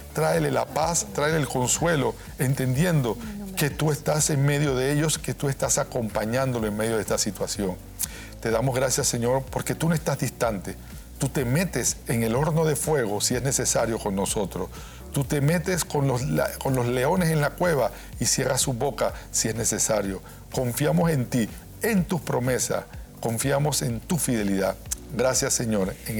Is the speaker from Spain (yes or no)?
no; Panama; Nosotros como panameños todavía tenemos la capacidad de ayudarlos.